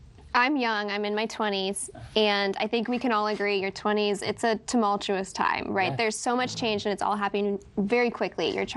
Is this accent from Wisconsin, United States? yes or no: yes; Wisconsin, United States; moved away as an adult; now in Maryland, United States; I moved away from my home. I grew up in Wisconsin, and last summer I moved out here to Maryland